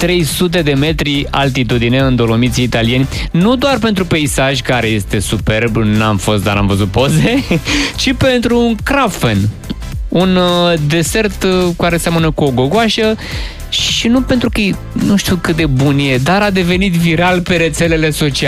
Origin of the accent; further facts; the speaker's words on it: Romania; sunt român.